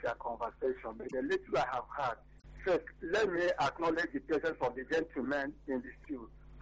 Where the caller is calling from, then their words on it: Ebelego, Nigeria; I'm calling from Ebelego.